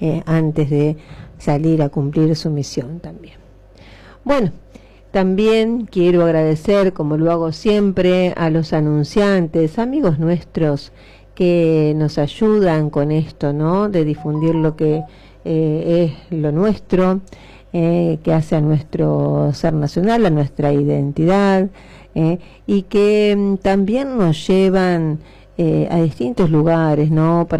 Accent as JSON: {"language": "Spanish", "country": "Argentina", "said": "nuestra identidad nacional, como argentino"}